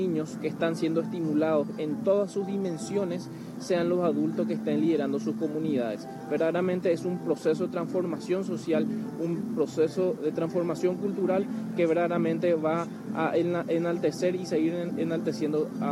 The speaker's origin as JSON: {"language": "Spanish", "country": "Paraguay", "said": "y como paraguayos verdaderamente tenemos que decir de que estamos a la vanguardia en materia de primera infancia."}